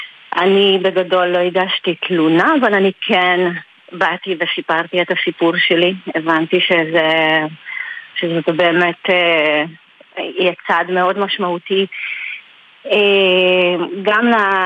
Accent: Hungary; moved away as an adult; now in Israel; מהונגריה, נכון.

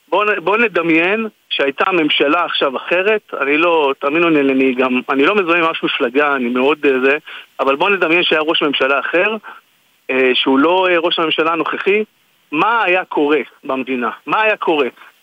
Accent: Kiryat Shmona, Northern District, Israel; also born or lived in Herzliya; אני גדלתי ונולדתי וגדלתי בקריית שמונה. יצאתי החוצה, גרתי 10 שנים בהרצליה, במרכז, למדתי, התפתחתי

